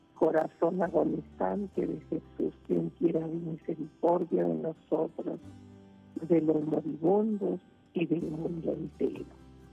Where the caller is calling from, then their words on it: Santa Bárbara, Chihuahua, Mexico; te hablo de este pueblo de Santa Bárbara, Chihuahua, Señor